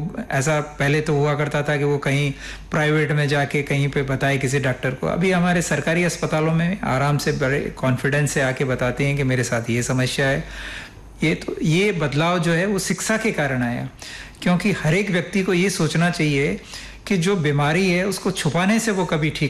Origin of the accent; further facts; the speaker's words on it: Rajasthan, India; first language Rajasthani; Hindi is a second language; मैं यहाँ राजस्थान से हूँ, भाषा मेरी राजस्थानी रही है